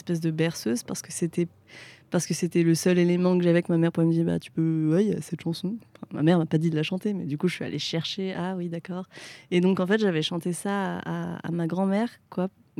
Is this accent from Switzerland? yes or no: no; France; j'ai grandi en France parce que l'éducation, mais aussi au Vietnam, en fait, parce que je peux pas parler vietnamien.